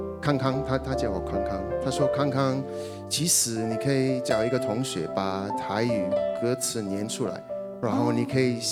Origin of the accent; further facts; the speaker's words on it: Greece; Chinese is a second language; moved away as an adult; also born or lived in mainland China; now in Kaohsiung, Taiwan; 我是希腊人，